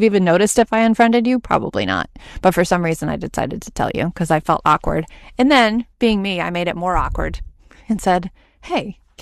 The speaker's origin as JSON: {"language": "English", "region": "Illinois", "country": "United States", "tie": "born or raised there", "said": "I'm an Illinois girl, so I grew up in Illinois."}